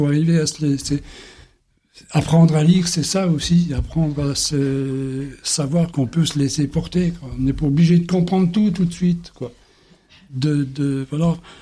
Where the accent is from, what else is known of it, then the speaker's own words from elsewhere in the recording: Grand Est, France; moved away; là-bas, dans mon bled des Vosges, mon trou du cul du monde de là-bas.